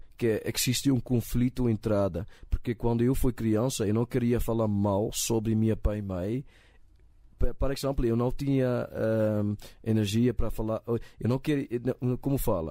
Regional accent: Netherlands; Portuguese is a second language; Quando eu fui criado na Holanda, foi uma época quando eu fui na escola mais grande

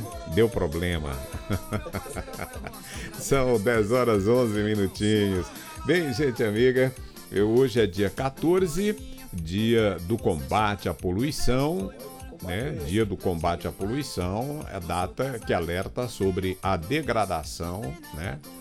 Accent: Piauí, Brazil; Sou lá do Piauí, eu sou lindo, né?

